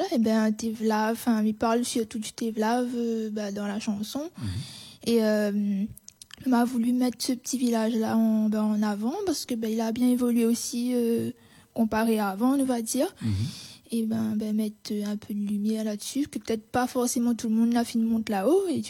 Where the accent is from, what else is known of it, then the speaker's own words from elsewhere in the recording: Les Avirons, Réunion, France; Ben moi, je viens des Avirons.